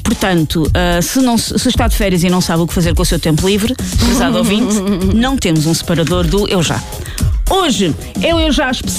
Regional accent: Portugal; E há o bora ficar todos calados para eles não perceberem que nós também somos tugas.

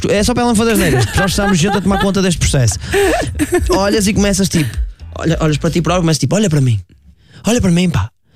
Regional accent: Seixal, Setúbal, Portugal; Tu não sabes que eu sou do Seixal?

